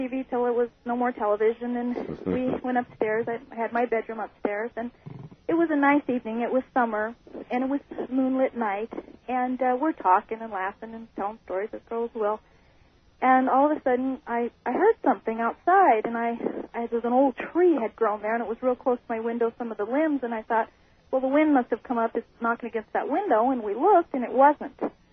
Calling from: Kelso, Montana, United States; Hi. I'm calling from Kelso, Montana.

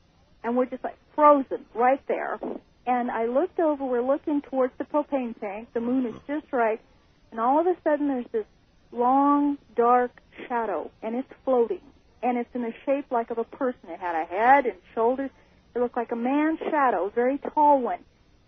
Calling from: Kelso, Montana, United States; Hi, I'm calling from Kelso, Montana.

